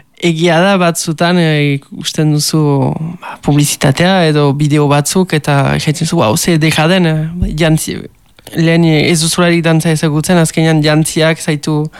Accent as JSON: {"language": "Basque", "town": "Urrugne", "region": "Nouvelle-Aquitaine", "country": "France", "said": "Ez, Urruñakoa naiz, eta Urruñan bizi beti, bai."}